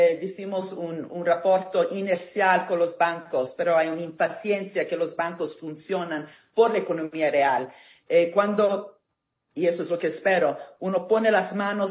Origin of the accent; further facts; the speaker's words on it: Italy; Spanish is a second language; now in England, United Kingdom; Recordámonos que soy italiana, ¿no?